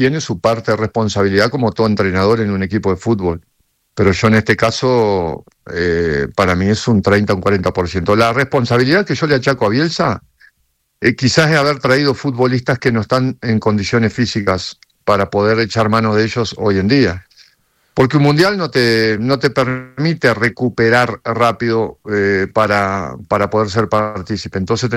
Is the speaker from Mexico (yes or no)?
no; Uruguay; A ver, nosotros como uruguayos, a ver, sabemos que el público uruguayo es un público muy crítico